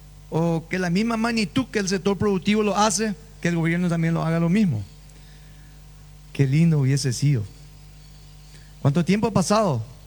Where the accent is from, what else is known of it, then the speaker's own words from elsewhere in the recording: Paraguay; guapos somos los paraguayos.